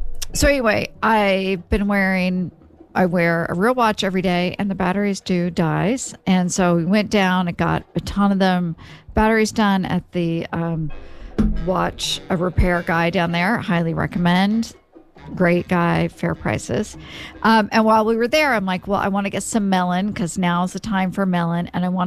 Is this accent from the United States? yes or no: yes; Oklahoma, United States; now in New Jersey, United States; growing up in Oklahoma, I ate BLTs, I love BLTs, but I did not really know what a real BLT was until I moved to Jersey